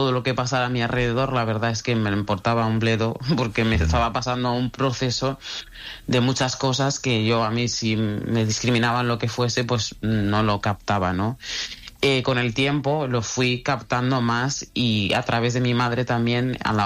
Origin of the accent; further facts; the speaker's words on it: Bamako, Mali; Spanish is a second language; now in Galicia, Spain; La verdad, o sea, es que Galicia es totalmente diferente a Bamako.